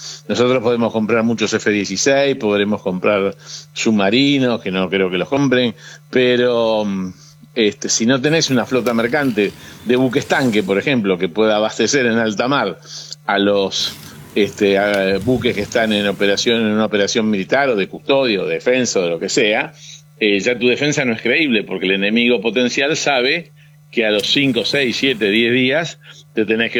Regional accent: Argentina

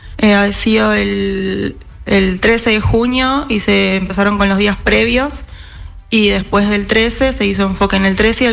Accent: Buenos Aires, Argentina; En la ciudad de Buenos Aires.

